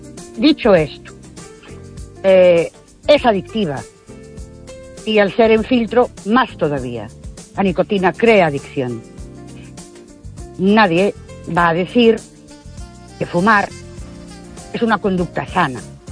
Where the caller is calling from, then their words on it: Ourense, Galicia, Spain; de Ourense.